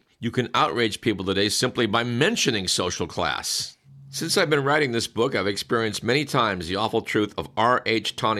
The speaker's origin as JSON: {"language": "English", "region": "California", "country": "United States", "said": "Live from California, it's Radio Parallax. Except that, well, we're not exactly live. We are from California, though."}